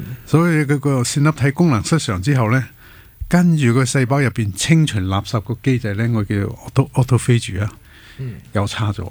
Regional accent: Hong Kong; 我哋香港人

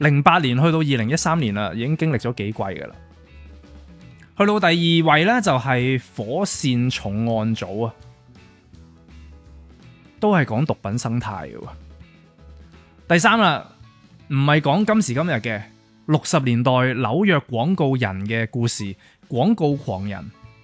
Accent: Hong Kong; 我哋香港人都可以去参与呢一啲盛会啊。

